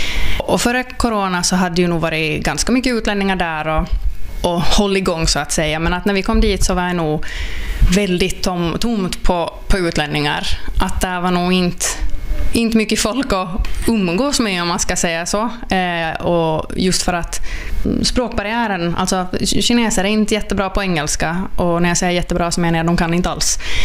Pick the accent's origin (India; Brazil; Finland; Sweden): Finland; Kristinestad, Ostrobothnia; moved away as an adult; now in Guangzhou, China; jag kommer från Sileby då, en liten by utanför Kristinestad. Men senaste 2,5 åren så har jag varit i Kina tillsammans med min man